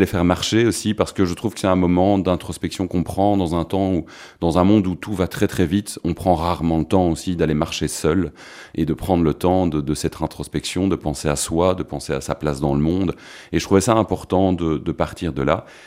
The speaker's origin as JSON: {"language": "French", "country": "Belgium", "said": "Donc oui, fatalement, je suis belge, mes inspirations sont belges"}